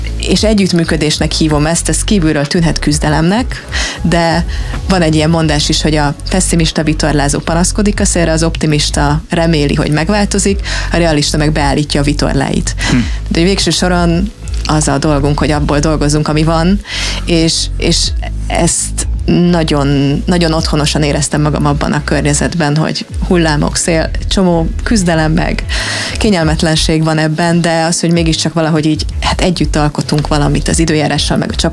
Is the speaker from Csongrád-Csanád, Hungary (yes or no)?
no; Budapest, Hungary; Én városi lány vagyok, nekem egy vidéki nagymamám se volt, aki tyúkokat nevelt volna. Úgyhogy én Budapesten éltem, Budapesten nőttem föl.